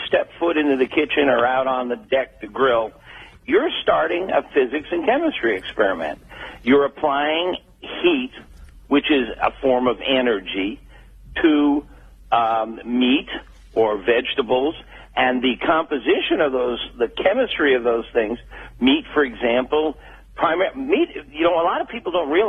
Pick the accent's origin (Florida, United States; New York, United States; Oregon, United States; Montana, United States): Florida, United States; born or raised there